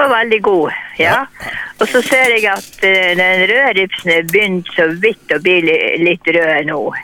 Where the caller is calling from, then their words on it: Mo i Rana, Nordland, Norway; jeg kommer, ringer fra Mo.